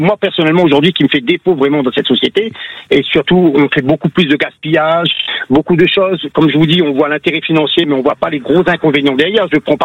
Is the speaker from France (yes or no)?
yes; Réunion, France; now in Canet-en-Roussillon, France